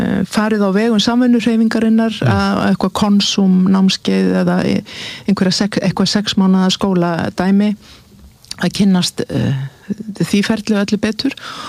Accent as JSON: {"language": "Icelandic", "town": "Akureyri", "region": "Northeastern Region", "country": "Iceland", "tie": "born or raised there", "said": "Fæðst og verið uppalinn og gengið í skóla kerfið á Akureyri."}